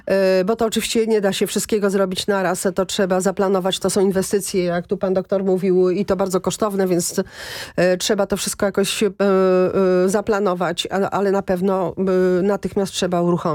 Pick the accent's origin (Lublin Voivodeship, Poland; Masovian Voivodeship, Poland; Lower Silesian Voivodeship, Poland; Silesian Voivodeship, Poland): Masovian Voivodeship, Poland; Warsaw; jestem warszawianką